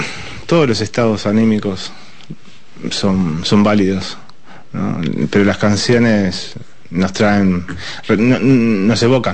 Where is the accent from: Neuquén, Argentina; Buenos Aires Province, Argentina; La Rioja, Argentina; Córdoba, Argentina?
Buenos Aires Province, Argentina; El malambo, pero el malambo tiene que ver con la provincia de Buenos Aires, de donde soy.